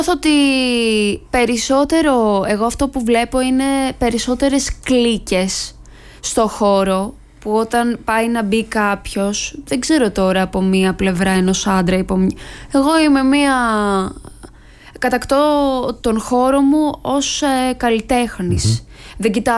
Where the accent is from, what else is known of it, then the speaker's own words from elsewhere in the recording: Albania; γιατί αυτό είμαστε, είμαι Αλβανίδα, τι να κάνω. Και γουστάρω κιόλας. Και το feedback που έχω πάρει από την ομογένεια είναι το χαίρονται.